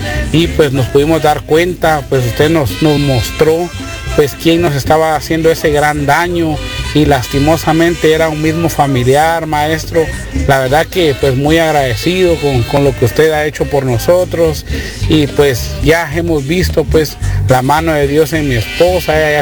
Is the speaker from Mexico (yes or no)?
no; Huehuetenango, Guatemala; Yo vengo de Varía, Huehuetenango.